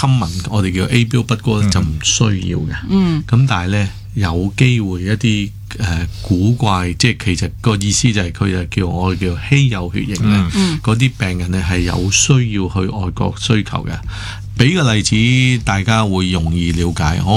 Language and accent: Cantonese; Hong Kong